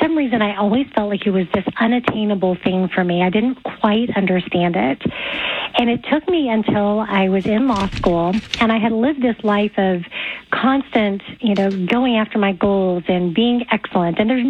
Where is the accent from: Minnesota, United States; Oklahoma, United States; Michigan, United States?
Oklahoma, United States; growing up in Oklahoma, it's the Bible Belt.